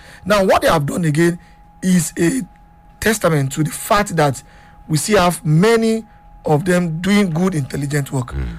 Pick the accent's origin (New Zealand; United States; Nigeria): Nigeria